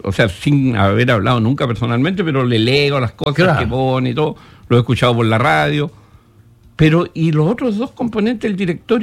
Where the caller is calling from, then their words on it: Iquique, Tarapacá, Chile; los que somos iquiqueños conocimos esa exacto. época.